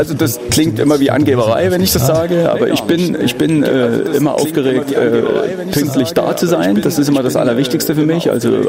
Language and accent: German; Dresden, Saxony, Germany; Ich bin Dresdner